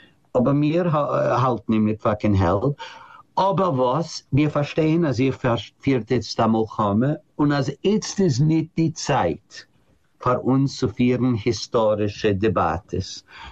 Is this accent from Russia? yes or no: no; United States; German is a second language